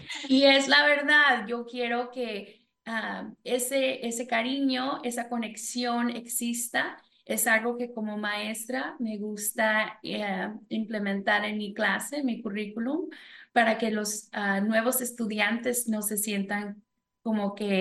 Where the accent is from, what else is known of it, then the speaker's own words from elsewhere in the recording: Mexico; aunque fui criada en México